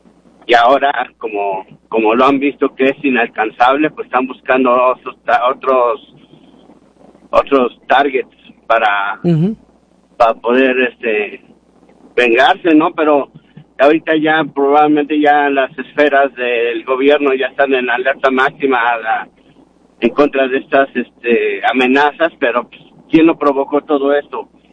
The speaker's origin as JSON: {"language": "Spanish", "country": "United States", "said": "sí, soy estadounidense mexicano."}